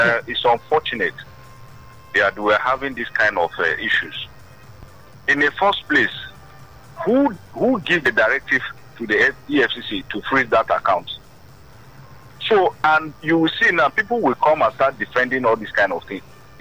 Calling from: Ikeja, Lagos, Nigeria; calling from Ikeja.

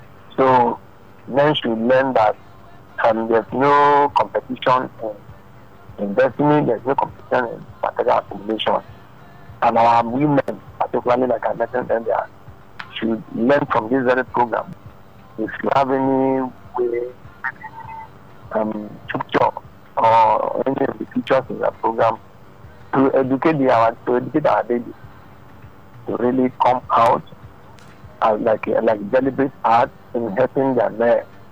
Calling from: Nigeria; Calling you from Ikoti

